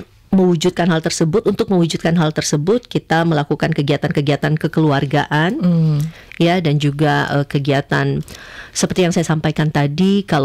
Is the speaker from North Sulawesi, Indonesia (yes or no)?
yes; North Sulawesi, Indonesia; Nah, ini kebetulan dari bahasa di daerah saya ya. Minahasa Induk.